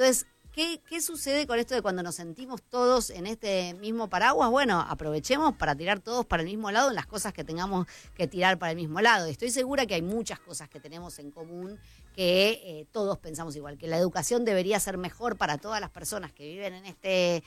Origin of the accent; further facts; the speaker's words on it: Argentina; la vida es más compleja que somos todos argentinos.